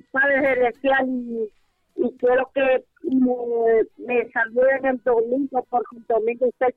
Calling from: Choluteca, Honduras; Ya le hablo de Choluteca

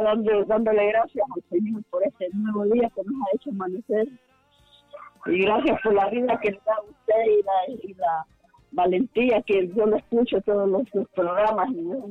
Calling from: Comayagüela, Francisco Morazán, Honduras; De aquí, de la colonia Salmo 23 de Comayagüela

